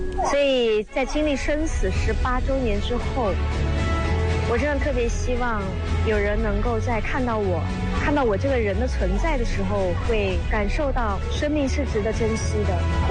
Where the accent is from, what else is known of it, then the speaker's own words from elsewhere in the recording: Mianzhu, Sichuan, China; moved away; 回到了我的家乡汉旺镇。我在这里长大，也在这里重生